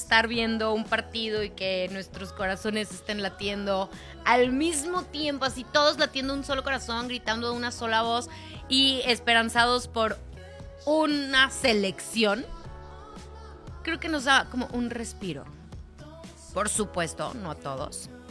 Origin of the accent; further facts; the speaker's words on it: Mexico; Y creo que hoy, por primera vez, después de, ¿qué quieren?, 10 años, estamos nuevamente juntos como mexicanos.